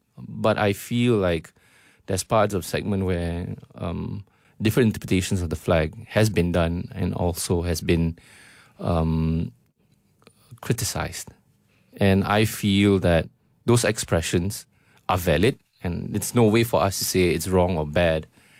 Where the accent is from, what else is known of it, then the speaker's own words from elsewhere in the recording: Malaysia; That's how I feel when I feel Malaysian flag. I think being Malaysian is just simply just being very real about everything in life, right?